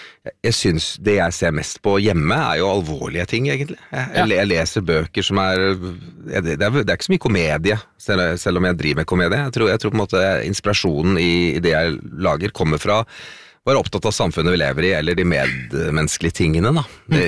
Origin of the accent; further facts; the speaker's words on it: Oslo, Norway; jeg jo født og oppvokst I Oslo. Jeg en Ekeberg gutt.